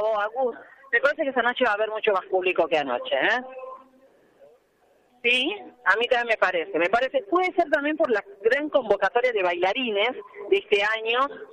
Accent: Argentina

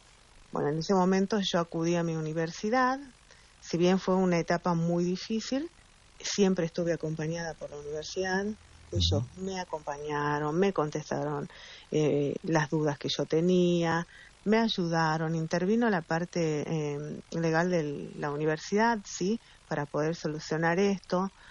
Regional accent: Amaicha del Valle, Tucumán, Argentina; now in San Miguel de Tucumán, Argentina; yo soy de Tucumán, pero no de Capital. Soy de un lugar que está a 200 kilómetros de Tucumán, que es una comunidad originaria también.

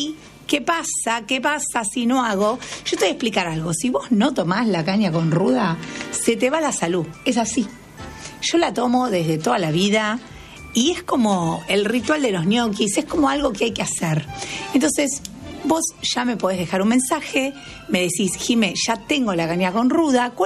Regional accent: Buenos Aires, Argentina; acá somos porteños

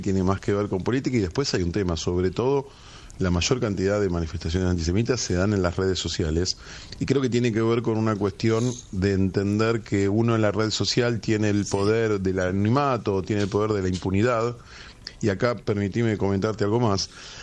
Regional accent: Argentina; porque somos argentinos judíos. Y no es un tecnicismo menor. O sea, somos una población argentina que defendemos a nuestro país

